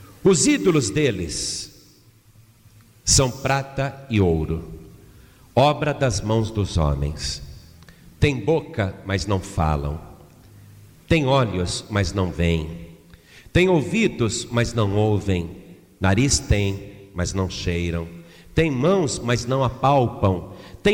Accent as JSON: {"language": "Portuguese", "country": "Brazil"}